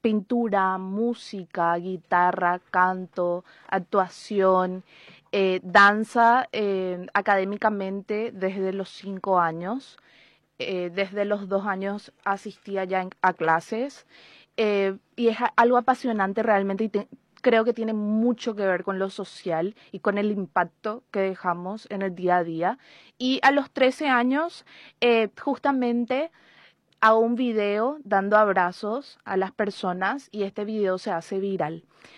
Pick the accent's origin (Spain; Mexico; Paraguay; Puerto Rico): Paraguay; San Lorenzo, Central; also born or lived in Asunción / Luque / Fernando de la Mora; Yo, nacida en Asunción, mimada, criada entre San Lorenzo, Luque, Fernando, estoy ahí. A 2 cuadras de casa es Luque, a 3 cuadras de casa es Fernando, pero mi casa, según los planos, San Lorenzo.